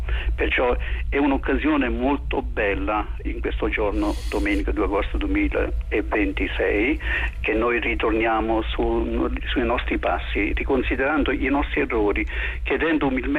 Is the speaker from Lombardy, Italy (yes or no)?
no; Airola, Campania, Italy; sono cresciuto in mezzo ai francescani. Io sono originario di Airola, ad Airola ci sono i padri francescani, e quindi siamo cresciuti in questa spiritualità.